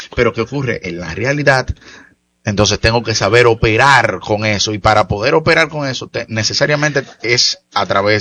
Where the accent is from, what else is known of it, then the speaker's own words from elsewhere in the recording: Moca, Espaillat, Dominican Republic; me vinculé primero a 2 oficinas de mi pueblo natal, que es Moca, y luego de eso entonces paso a fundar mi propio bufete